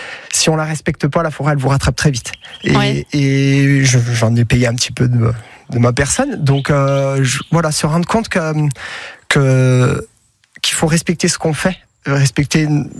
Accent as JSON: {"language": "French", "town": "La Tourette", "region": "Auvergne-Rhône-Alpes", "country": "France", "said": "Oui, parce que historiquement, voilà, je suis fils de paysan. Je viens de la Tourette, vers Saint-Monnet-le-Château. Et mon père avait une ferme au milieu des bois."}